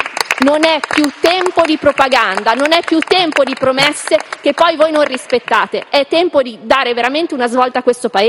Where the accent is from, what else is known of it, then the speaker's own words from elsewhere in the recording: Lombardy, Italy; io lo dico da lombarda